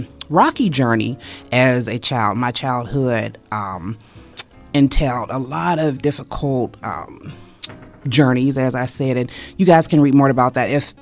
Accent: Pittsburgh, Pennsylvania, United States; I am from Pittsburgh. I originally grew up in the Homewood area, I'm 42 years old.

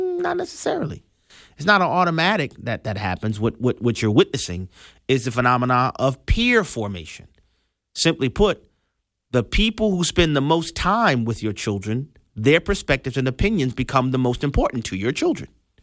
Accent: New Orleans, Louisiana, United States; I'll use my hometown. If you live in New Orleans

